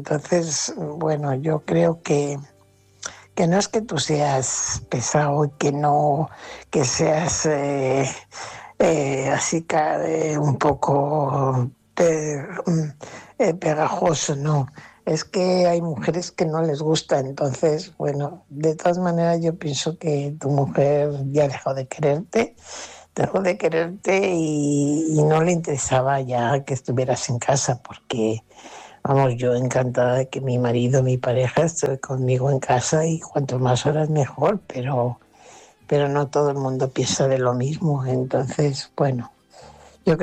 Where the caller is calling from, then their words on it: Fuenlabrada, Community of Madrid, Spain; corresponsal de Fuenlabrada.